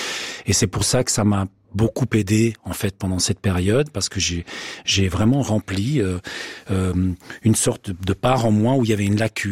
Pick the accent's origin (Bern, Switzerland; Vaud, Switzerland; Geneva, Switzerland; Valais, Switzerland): Vaud, Switzerland; Renens; c'est juste parce que j'ai grandi à Renaud apprenant en tant que fils d'immigré